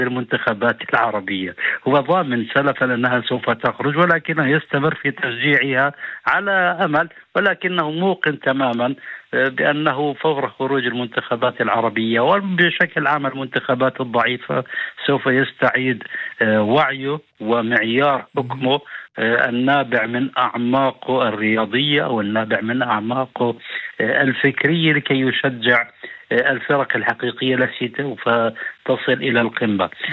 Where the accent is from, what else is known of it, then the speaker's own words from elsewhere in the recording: Palestine; أستذكر فيه علاقات هذا البلد مع بلدي فلسطين، مع قضيتي القضية الفلسطينية